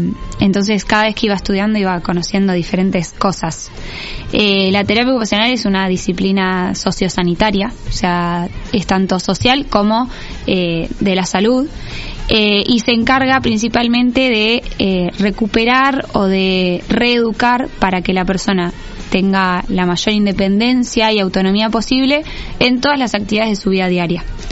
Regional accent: Punta Alta, Buenos Aires Province, Argentina; Nací en Punta Alta.

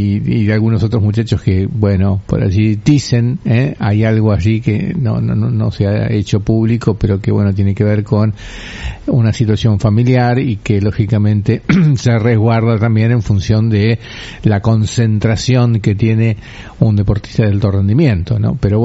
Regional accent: Argentina; Así como los mexicanos tienen la maldición del quinto partido, nosotros tenemos la espada de Damocles del séptimo partido

